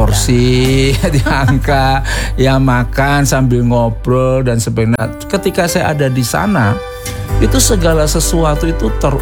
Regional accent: Surakarta, Central Java, Indonesia; Saya ini orang Jawa Solo.

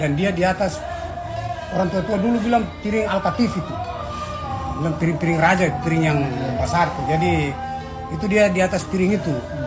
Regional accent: Weda, North Maluku, Indonesia; yang mau pangbafoya, kita orang Weda sudah, yang mau tingkai dan segala macam, kita orang Weda sudah.

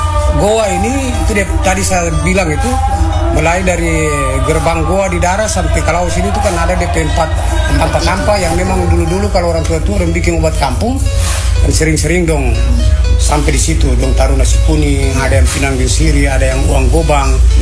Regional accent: Weda, North Maluku, Indonesia; kita orang-orang Weda

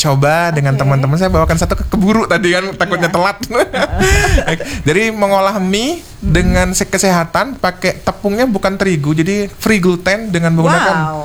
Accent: Mlokorjo, East Java, Indonesia; now in Ambulu, Indonesia; Awalnya memang saya dari Mlokorjo.

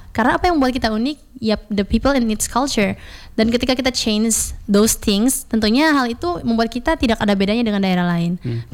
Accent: East Nusa Tenggara, Indonesia; mungkin karena aku berasal dari Nusa Tenggara Timur, jadi aku akan lebih berfokus ke Nusa Tenggara Timur

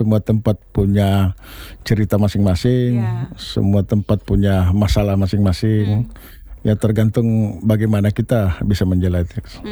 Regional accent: Makassar, South Sulawesi, Indonesia; moved away as an adult; also born or lived in Jakarta; now in Kendari, Indonesia; Lahir di Makassar. Besar di Makassar juga gimana? Besar di Makassar. SD sampai dengan SMA di Makassar. Kemudian kuliah di Jakarta. Langsung penempatan Kendari.

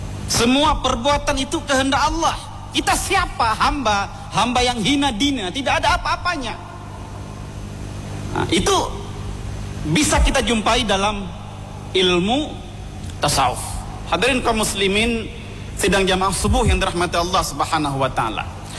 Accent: Aceh, Indonesia; Khususnya kita orang Aceh

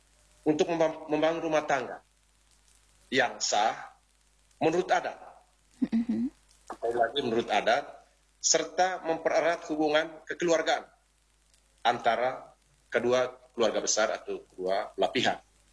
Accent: East Nusa Tenggara, Indonesia

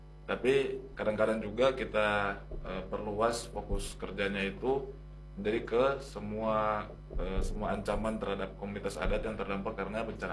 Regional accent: Minahasa, North Sulawesi, Indonesia; karena sebagai dari identitas kita sebagai orang Minahasa

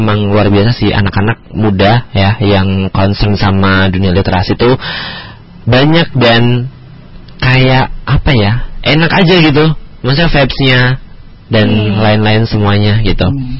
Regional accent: Surakarta, Central Java, Indonesia; now in Maluku, Indonesia; Karena asli kan aku dari Jawa.

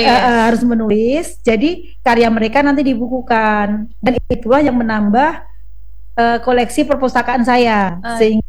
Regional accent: Muntok, Bangka Belitung Islands, Indonesia; Itu kan kita tahu bahwa daerah saya Mentok itu kan agak pinggir tuh.

